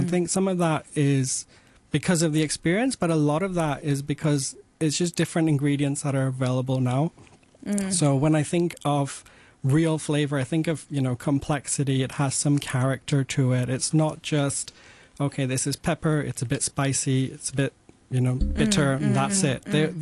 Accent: Dubai, United Arab Emirates; also born or lived in United Kingdom; now in Hong Kong; I remember food that I liked eating while growing up in Dubai. I remember cooking a lot at my university years. That was in the UK

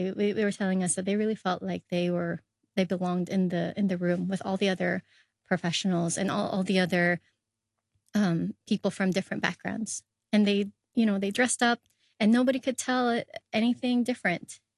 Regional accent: Hong Kong; Growing up as a Filipino in Hong Kong, obviously there are certain unfortunate things.

